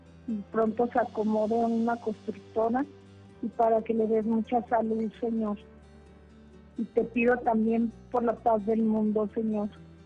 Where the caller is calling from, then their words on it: Zapopan, Jalisco, Mexico; De aquí, de Zapopan, San Miguel.